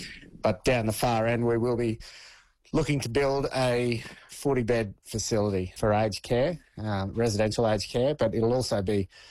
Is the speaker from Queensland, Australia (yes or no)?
yes; Dalby, Queensland, Australia; That's right. I'm from Dalby and Brett's from Toowoomba.